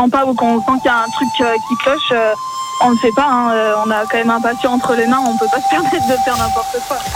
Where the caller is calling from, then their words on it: Nice, Provence-Alpes-Côte d'Azur, France; Je suis de la région de la Côte d'Azur sur Nice.